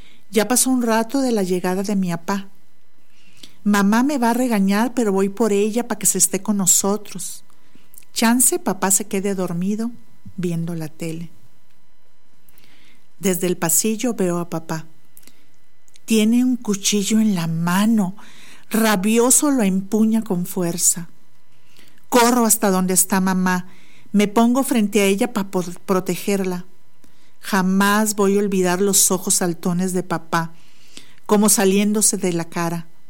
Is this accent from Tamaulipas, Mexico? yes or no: yes; Nuevo Laredo, Tamaulipas, Mexico; now in Río Bravo, Mexico; soy oriunda de Nuevo Laredo